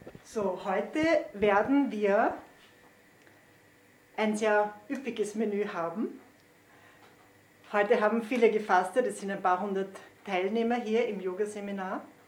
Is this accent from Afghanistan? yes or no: no; Lower Austria, Austria; Ich komme aus Österreich. Lebe derzeit in Krems.